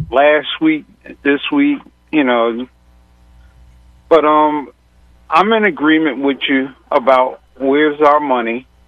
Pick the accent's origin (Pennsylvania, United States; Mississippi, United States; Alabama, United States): Pennsylvania, United States; Philadelphia; I grew up in North Philly, you grew up in North Philly.